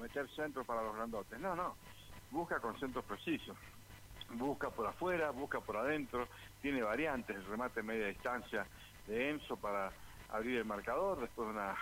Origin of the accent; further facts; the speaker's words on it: Argentina; nosotros como argentinos que somos